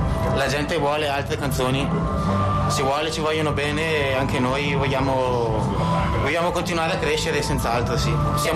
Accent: Bergamo, Lombardy, Italy; si sente che sono di Bergamo

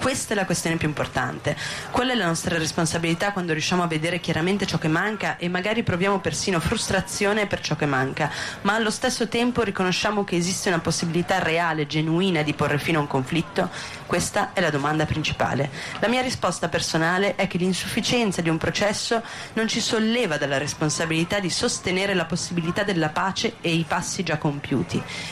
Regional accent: Turkey; Sono turca, sono avvocata, femminista, una persona che da molti anni lavora sulle violazioni dei diritti umani in Turchia, incluso il Kurdistan.

